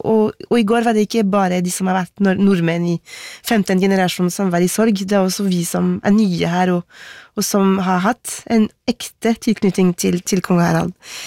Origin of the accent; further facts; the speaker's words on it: Paris, Île-de-France, France; Norwegian is a second language; now in Norway; da jeg vokste opp i Paris, hvor jeg ble forklart at vi franskmenn 300 år siden, vi drepte kongen vår, vi.